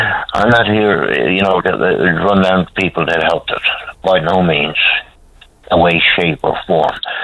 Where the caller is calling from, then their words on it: Newfoundland and Labrador, Canada; as a Newfoundlander. Whatever, you know, as a Canadian